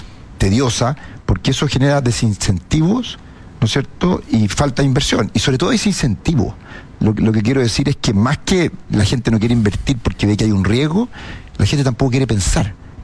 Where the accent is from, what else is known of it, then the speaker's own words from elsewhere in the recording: Chile; como sociedad chilena lo aprobemos medioambientalmente